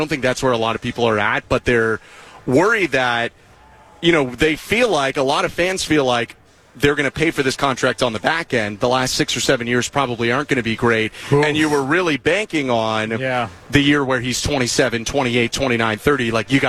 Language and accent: English; Toronto, Ontario, Canada; I grew up in the suburbs, just north of Toronto.